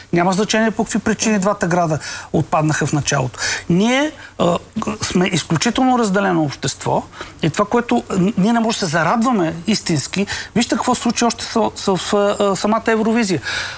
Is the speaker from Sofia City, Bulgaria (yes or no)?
yes; Sofia, Sofia City, Bulgaria; и ние като софиянци, които знаем